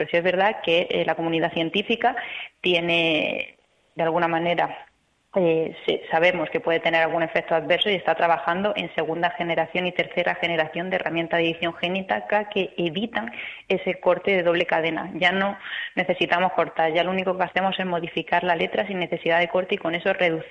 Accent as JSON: {"language": "Spanish", "town": "Granada", "region": "Andalusia", "country": "Spain", "said": "Pues yo vengo desde Granada y he de decir que como en casa."}